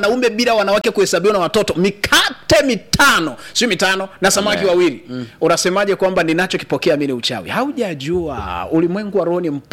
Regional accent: Tanzania; Mimi ni Mtanzania. Niko Tanzania. Ni ndugu yenu kabisa. Nimekaa hapa Iringa miaka zaidi ya 9.

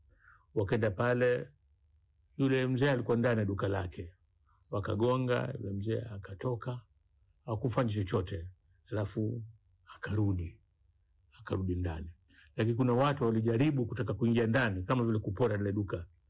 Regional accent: Dar es Salaam, Tanzania; nyumbani kwetu Kinondoni Mtasikenke

